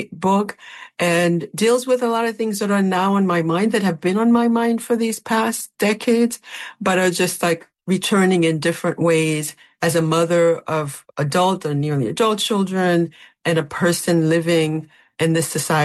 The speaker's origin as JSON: {"language": "English", "town": "Brooklyn", "region": "New York", "country": "United States", "said": "I wrote about my family in Brooklyn, about being Haitian American in New York for that newspaper."}